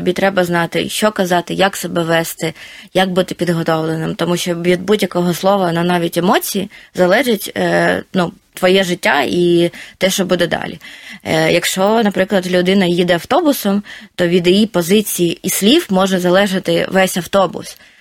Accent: Mariupol, Donetsk Oblast, Ukraine; moved away as an adult; я сама з Маріуполя, я виїжджала в 22-му році з Маріуполя

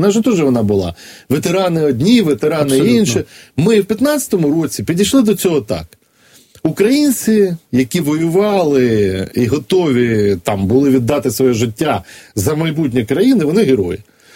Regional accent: Vinnytsia, Vinnytsia Oblast, Ukraine; я просто родом з Вінниці

